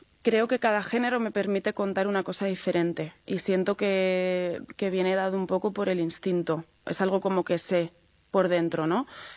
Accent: Segovia, Castile and León, Spain; yo soy muy, muy del interior, yo soy muy castellana, muy segoviana

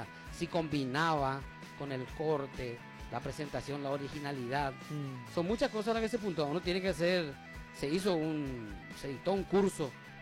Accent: Paraguay; Soy paraguayo, yo hablo perfecto.

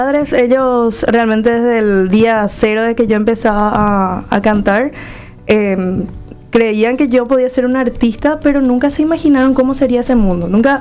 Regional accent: Caraguatay, Cordillera, Paraguay; born there; also born or lived in Asunción; Yo soy realmente oriunda de Caraguatay, pero porque yo soy una malcriada de Caraguatay. Yeah. O sea, yo soy arribeña. Yo soy de Asunción. Bueno, yo nací en Asunción.

